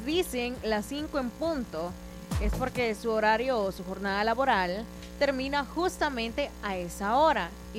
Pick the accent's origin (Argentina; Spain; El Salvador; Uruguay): El Salvador; yo sé que a muchos de nosotros como salvadoreños y tanto afuera de las fronteras nos ha tocado en algún punto hacer sacrificios